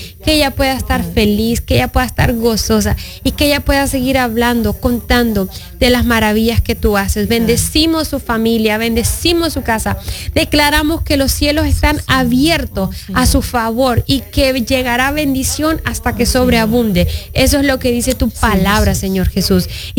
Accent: Honduras; moved away; desde mi bella Honduras. Los hondureños, mi bello país, hermoso país que amo, mi tierra natal

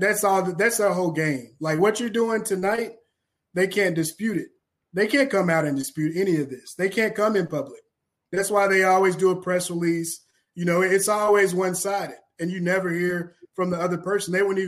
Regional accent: Kentucky, United States; I'm from Kentucky. I organize.

